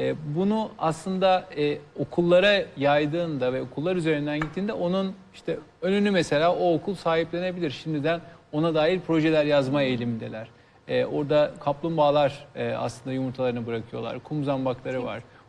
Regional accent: Perşembe, Ordu, Turkey; Ama ben mesela Perşembeliyim, orada oluyum. Orada da Perşembe'de boydan boya okul dolu zaten.

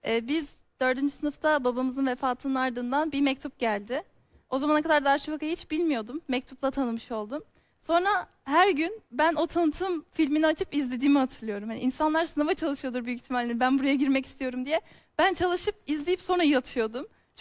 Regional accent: Kayseri, Turkey; Kayseriliyiz. Her tatilde de geri dönüyoruz.

